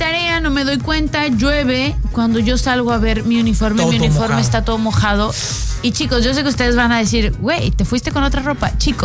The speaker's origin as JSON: {"language": "Spanish", "country": "Mexico", "said": "Es que yo creo que ya, como buenos mexicanos, si hiciéramos las cosas a tiempo, ya no cuadraría con nuestro..."}